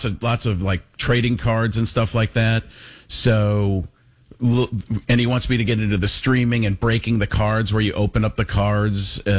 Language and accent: English; Waukesha, Wisconsin, United States; born or raised there